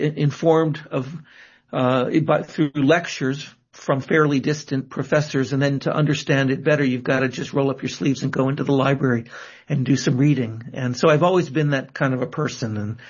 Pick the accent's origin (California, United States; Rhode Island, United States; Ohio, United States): Rhode Island, United States; I grew up in Rhode Island, where I am now. I went to a Quaker high school, and then I went to Harvard undergrad and grad school